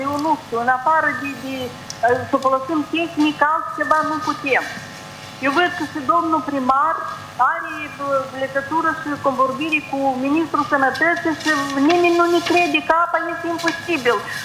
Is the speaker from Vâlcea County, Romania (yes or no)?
yes; Vâlcea County, Romania; Sunt de la Vâlc